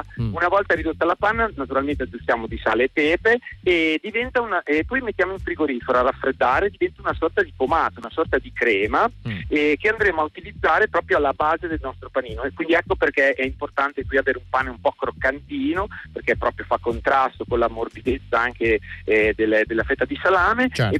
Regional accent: Modena, Emilia-Romagna, Italy; essendo che io sono di Modena

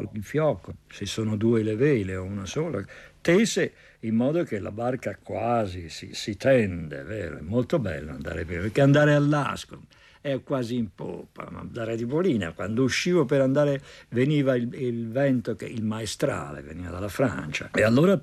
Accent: Viareggio, Tuscany, Italy; sono nato nel Piazzone e in piazza Cavour, la farmacia di mio padre era nel Piazzone e lì c'erano tutti i figli di marinai. Viareggio era incredibilmente diverso.

